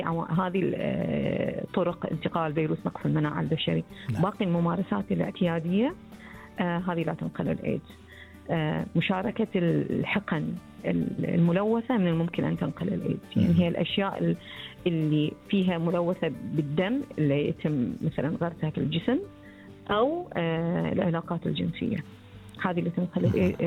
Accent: Bahrain; إجراء الفحص يتم عندنا في البحرين

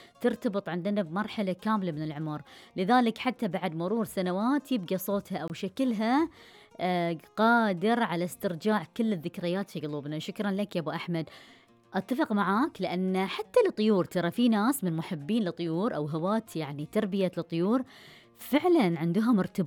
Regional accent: Bahrain; لأشخاص عندنا في البحرين

